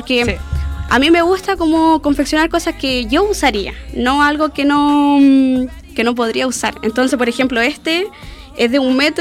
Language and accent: Spanish; San Vicente, O'Higgins, Chile; somos de acá de San Vicente.